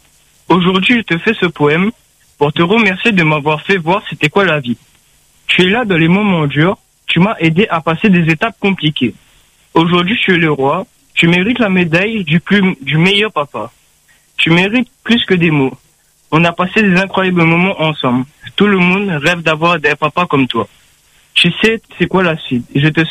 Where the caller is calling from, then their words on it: Bras-Panon, Réunion; Brapanon.